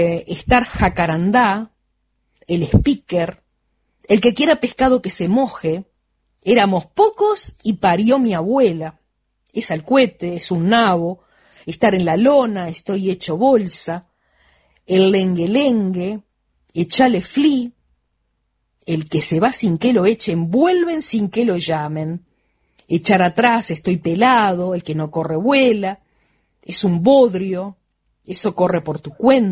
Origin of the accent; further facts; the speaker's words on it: Uruguay; lo que somos como uruguayos